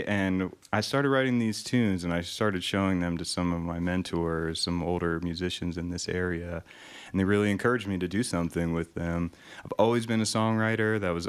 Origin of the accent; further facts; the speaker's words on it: East Coast, United States; now in Fort Wayne, United States; No, I'm from the East Coast.